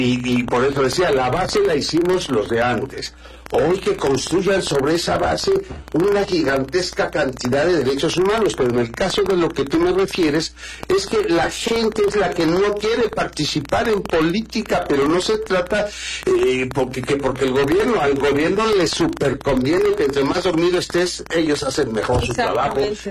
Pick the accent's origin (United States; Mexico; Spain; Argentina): Mexico; Guerrero; en Guerrero, déjame hablar por la gente que es de mi pueblo, porque soy guerrerense